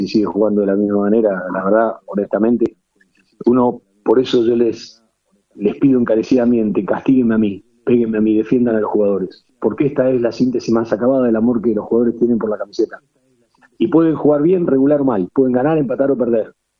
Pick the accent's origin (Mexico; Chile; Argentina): Argentina